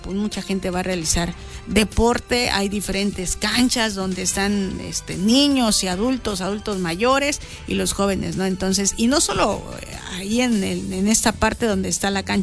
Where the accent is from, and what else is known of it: Mexico